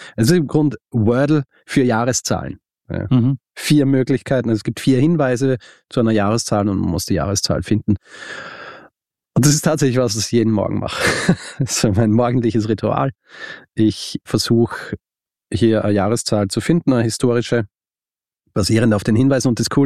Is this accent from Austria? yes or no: yes; Austria; Genau, kein Radio, und ich bin Österreicher